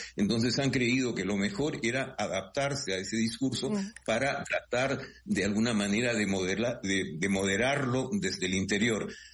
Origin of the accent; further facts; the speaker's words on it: United Kingdom; para mí, que soy británico